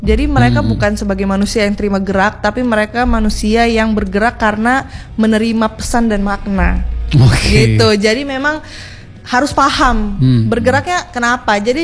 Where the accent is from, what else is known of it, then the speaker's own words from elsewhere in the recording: Sulawesi, Indonesia; Tapi saya besarnya di Sulawesi.